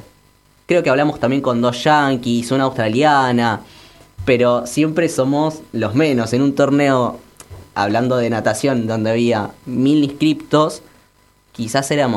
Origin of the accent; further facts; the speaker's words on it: Argentina; La mayor parte de las personas trans que vamos somos los argentinos